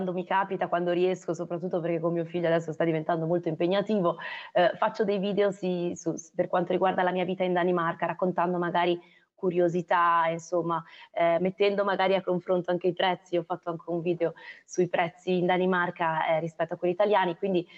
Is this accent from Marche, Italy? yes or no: no; Genoa, Liguria, Italy; Io peraltro sono originaria di Pra perché i miei genitori abitano a Pra, quindi no, allora